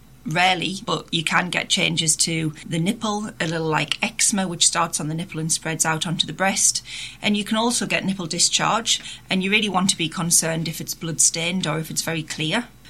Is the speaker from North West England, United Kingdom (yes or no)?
no; Sunderland, North East England, United Kingdom; I'm from Sunderland and decided from quite an early age that I'd like to go into medicine.